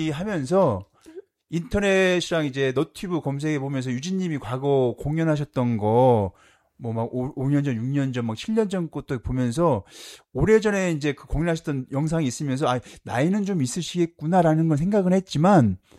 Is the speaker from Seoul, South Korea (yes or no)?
no; Namwon, North Jeolla, South Korea; moved away as an adult; also born or lived in Gwangju; 저는 고향이 남원인데, 네. 직장 생활을 처음 한 데가 광주거든요. 아. 용봉동에 살았어요.